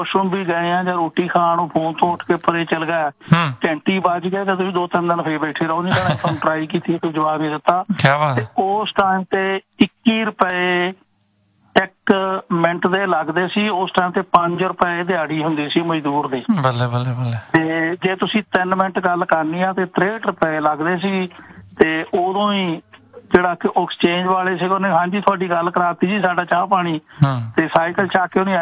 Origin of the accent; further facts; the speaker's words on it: Boparai, Punjab, India; ਮਤਲਬ ਜਿਹੜਾ ਇਹ ਸਾਡਾ ਪਿੰਡ ਹੈਗਾ ਜੀ ਬੋਪਾਰਾ ਗੁਰਾਇਆ